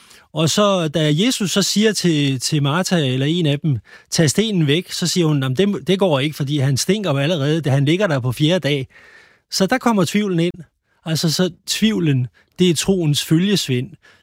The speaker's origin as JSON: {"language": "Danish", "town": "Herlev", "region": "Capital Region of Denmark", "country": "Denmark", "tie": "born or raised there", "said": "der var en præst i Herlev, hvor jeg kommer fra"}